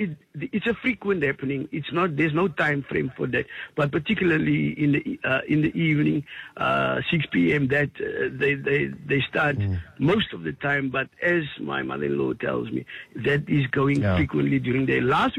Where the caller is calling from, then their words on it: Cape Town, Western Cape, South Africa; I'm residing in Ryston Road in the Nova Park, particularly the one corner where the scheme is.